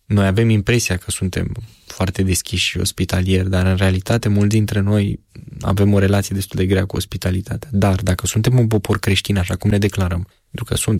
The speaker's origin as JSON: {"language": "Romanian", "country": "Romania"}